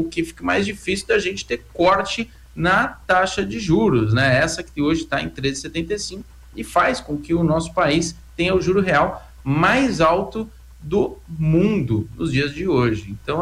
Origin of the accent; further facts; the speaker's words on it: São Paulo, Brazil; eu sou de São Paulo aqui